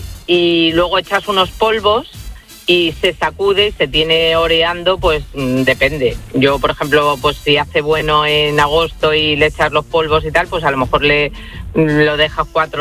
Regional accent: Combarros, Castile and León, Spain; en las fiestas del pueblo de mi padre, que es mi pueblo. Ajá. Que se llama Combarros. Ah. Y está al ladito de Astorga.

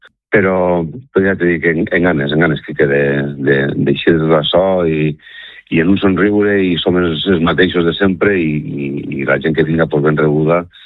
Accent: Nules, Valencian Community, Spain; now in Artana, Spain; soc de Nules i estimo l'agrair de ser de Nules

